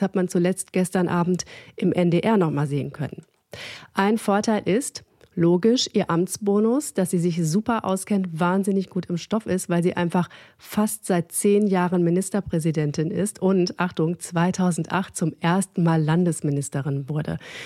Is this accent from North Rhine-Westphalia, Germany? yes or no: yes; North Rhine-Westphalia, Germany; Manuela Schwesig ist das, was man in meiner Heimat Ostwestfalen-Lippe voller Bewunderung wohlgemerkt ein zähes Biest nennt.